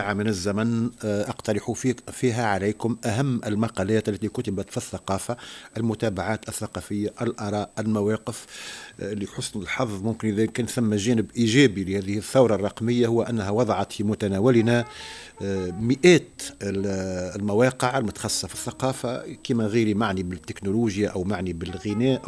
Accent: Tunisia; عندنا في تونس

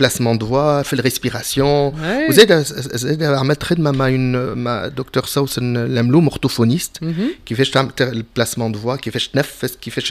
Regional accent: Bizerte, Bizerte Governorate, Tunisia; born there; كنت مغروم وفي دمي وتراث بنزرتي في الدمي من انا صغير.

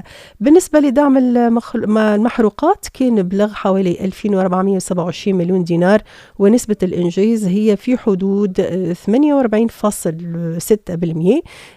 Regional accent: Tunisia; احنا توا عندنا في تونس

